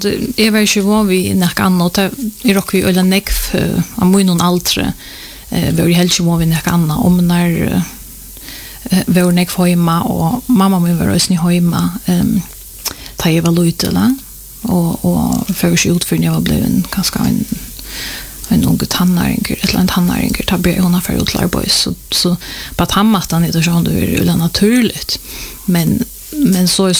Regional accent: Klaksvík, Faroe Islands; moved away as an adult; now in Gøta, Faroe Islands; 42 år gammel, født og oppvaksen i Klaksvik. Men jeg har bo i Göte og i Nekvar etter håndene, det var i 2003

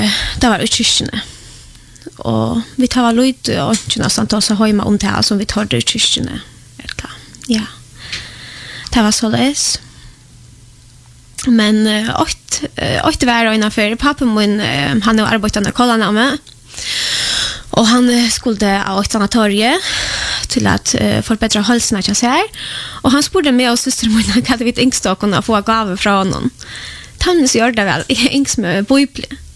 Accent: Poland; Swedish is a second language; now in Sweden; Jag är född och uppvuxen i Polen.

